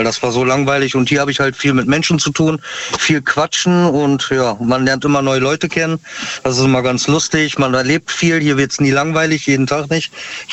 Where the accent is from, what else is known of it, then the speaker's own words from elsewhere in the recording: Gütersloh, North Rhine-Westphalia, Germany; Ich bin aus Gütersloh.